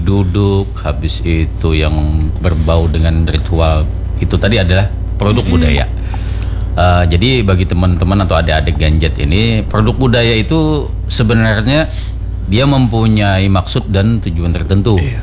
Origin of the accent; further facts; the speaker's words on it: South Kalimantan, Indonesia; Iya, di kita Kalimantan kan kita Kalimantan Banjar ni memang akulturasi dari orang Dayak juga.